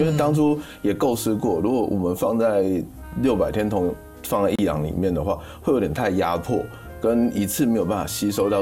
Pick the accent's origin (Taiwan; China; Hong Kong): Taiwan; Taipei; 欸，你是不是基隆人？可是我每次都回答说没有，我是台北人。